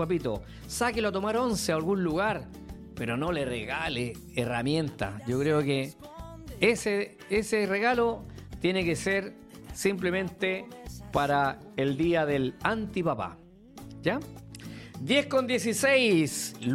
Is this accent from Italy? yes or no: no; Chile; digo como chileno